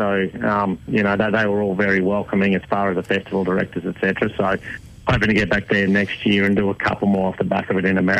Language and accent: English; Queensland, Australia; I grew up on the Sunshine Coast where I am now